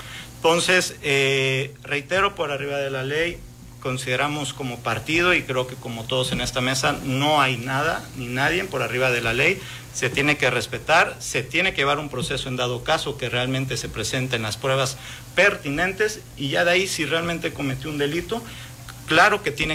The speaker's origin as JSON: {"language": "Spanish", "country": "Mexico", "said": "somos mexicanos y somos libres y soberanos"}